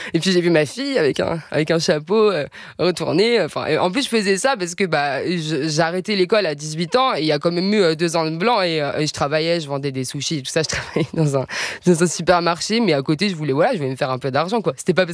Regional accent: Montigny-le-Bretonneux, Île-de-France, France; accent: Paris suburbs voice; je suis de banlieue parisienne, je viens de Saint-Quentin en Yvelines, Montigny-le-Bretonneux. Voilà, j'étais à la fois dans des jolis parcs, et à la fois il y avait les HLM à côté. Et en fait, j'ai passé une jeunesse très populaire

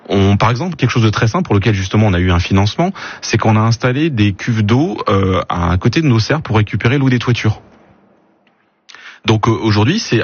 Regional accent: Brittany, France; Par exemple, chez moi en Bretagne, il y a des grandes serres où ils font des tomates en culture industrielle.

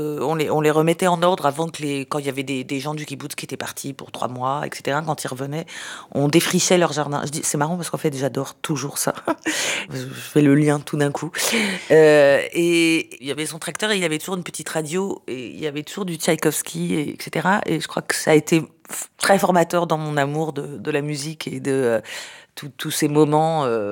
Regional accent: Sarcelles, Île-de-France, France; born there; J'étais choquée, scandalisée qu'on puisse parler de mon village natal ainsi.

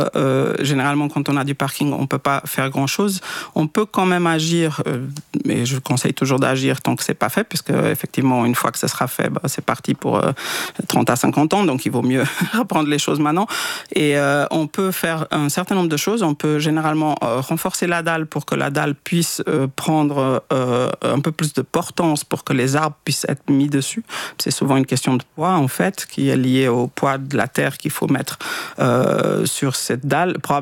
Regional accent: Switzerland; chez nous, c'est vraiment quelque chose qu'à Bâle, à Zurich

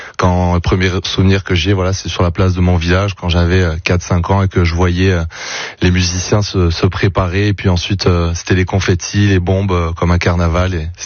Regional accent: Provence-Alpes-Côte d'Azur, France; moi je suis originaire du village de Bro dans le début du 04.

